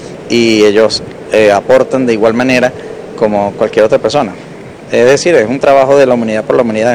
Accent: Venezuela

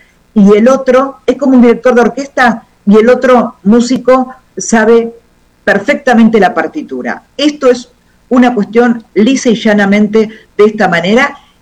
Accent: Argentina

